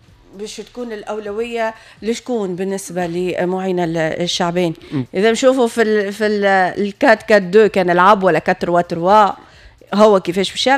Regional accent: Tunisia; أنا تونسية

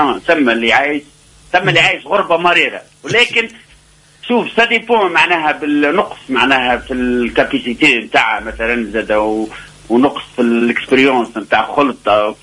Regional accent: Tataouine, Tataouine Governorate, Tunisia; moved away; الأصحاب، ولاد الحومة، زيدون بليس، معناها أنا المرأة من هنا، معناها من تطاوين

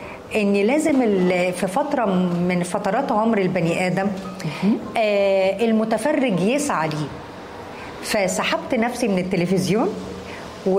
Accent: Egypt; إني وشي مصري عربي قوي.

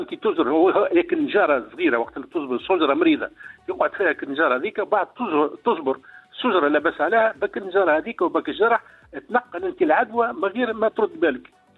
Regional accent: Sahel, Tunisia; ومعروفة عندنا في الساحل

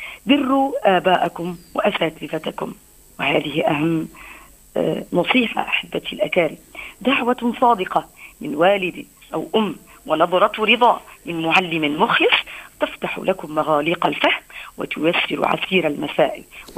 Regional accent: Tunisia; اللهم انزل على بلدنا تونس الأمن والأمان والسكينة والاطمئنان

